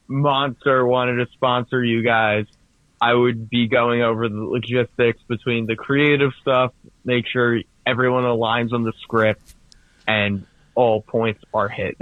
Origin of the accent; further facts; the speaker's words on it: New Jersey, United States; I'm from Bergen County.